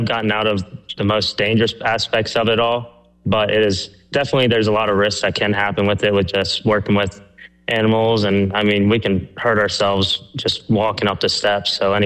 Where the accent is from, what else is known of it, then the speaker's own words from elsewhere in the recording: Maryland, United States; I'm from Maryland.